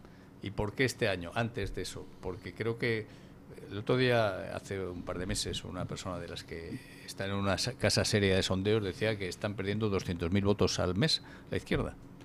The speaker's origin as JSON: {"language": "Spanish", "country": "Spain", "said": "yo estaba indignado como español, como Ceuta, no vivo en Ceuta, pero me indigna."}